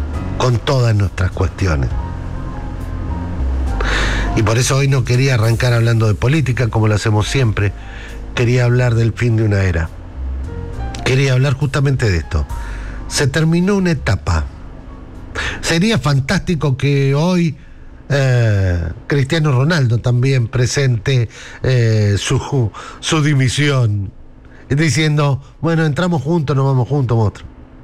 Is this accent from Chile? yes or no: no; Argentina